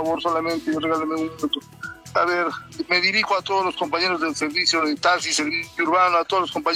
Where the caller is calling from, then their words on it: Cusco, Peru; somos hermanos cusqueños.